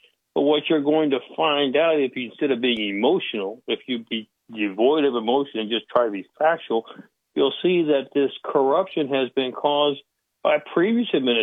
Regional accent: Mexico; You know, I grew up in Mexico. My parents are missionaries.

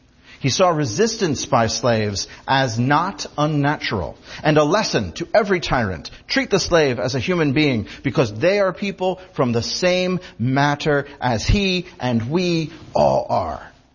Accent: New Jersey, United States; a farm down the road from where I grew up in New Jersey

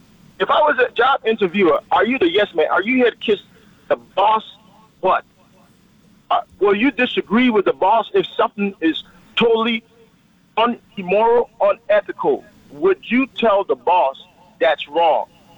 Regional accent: New York, United States; I grew up in New York. I'm proud of where I'm come from.

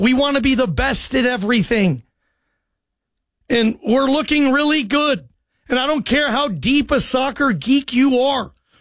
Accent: Seattle, Washington, United States; You kidding me? I'm from Seattle.

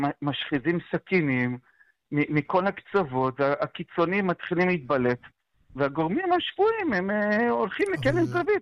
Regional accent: Jerusalem, Jerusalem District, Israel; שאני גדלתי עליהם כירושלמי, בסדר? אני נולדתי בתוך בית קפה, בסדר? בתוך ירושלים, בצדרום של הצדרום, ולימים התאהבתי בהתיישבות

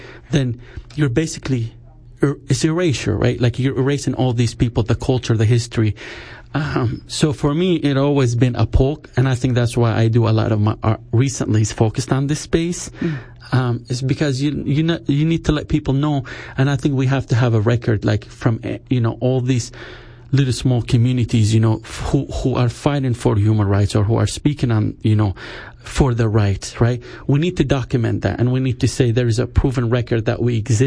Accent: Nebraska, United States; also born or lived in San Francisco Bay Area; no, I'm from Nebraska.

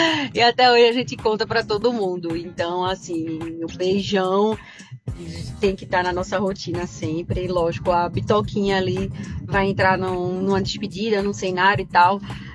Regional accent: Recife, Pernambuco, Brazil; sou de Recife, sou casada com o Roberto.

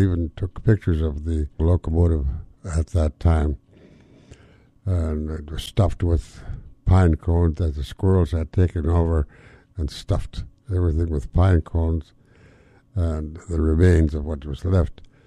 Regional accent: Yakutat, Alaska, United States; born there

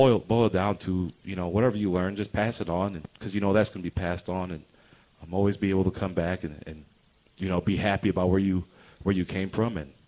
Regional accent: Illinois, United States; moved away as an adult; also born or lived in Wyoming / Wisconsin; now in Fargo, United States; my home state, Illinois.

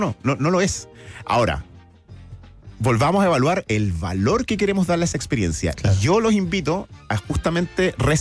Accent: Chile

